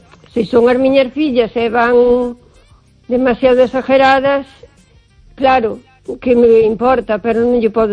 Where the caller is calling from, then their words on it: O Carballiño, Galicia, Spain; Hola Esther, buenas noches … de Carballiño.